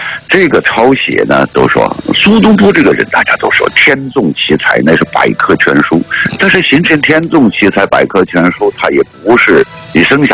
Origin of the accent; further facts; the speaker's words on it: Chengdu, Sichuan, China; 我们成都人